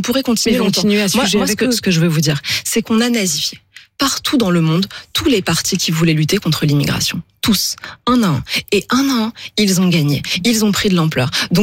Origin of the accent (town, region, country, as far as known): Île-de-France, France; born or raised there